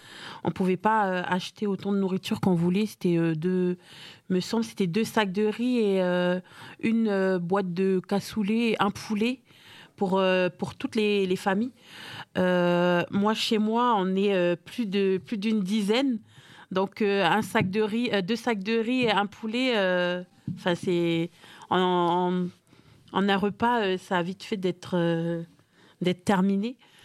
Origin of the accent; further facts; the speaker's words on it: New Caledonia; now in Brest, France; Il y a eu une grosse solidarité en fait autour de nous Calédoniens qui sommes ici à Brest.